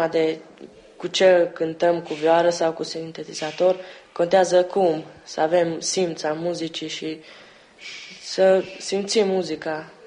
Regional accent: Pusztaottlaka, Békés, Hungary; Sunt din Otla Căpustă, originar din județul Cluj, localitatea Turda.

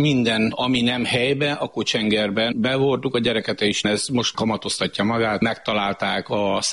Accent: Szabolcs-Szatmár-Bereg, Hungary; Ez egy nagyon szép kis csendes falu. Én itt születtem

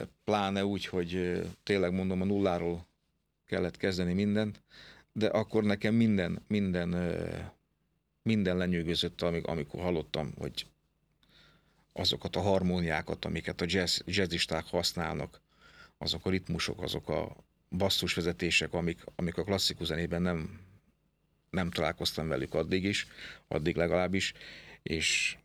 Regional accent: Békéscsaba, Békés, Hungary; én Békés Csabán születtem

